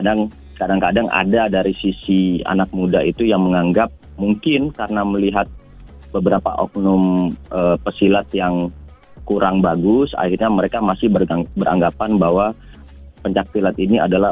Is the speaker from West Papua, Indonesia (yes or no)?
no; Palu, Central Sulawesi, Indonesia; Saya kebetulan juga dari kampung dulu, saya dari Palu, Sulawesi Tengah.